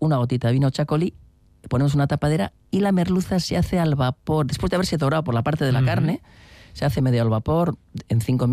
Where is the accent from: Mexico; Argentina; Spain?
Spain; Basque Country; Podría decir, no, es que como soy de Vizcaya, el vizcaíno, cualquier, o sea, adoro tanto al chacolí que todos son buenísimos.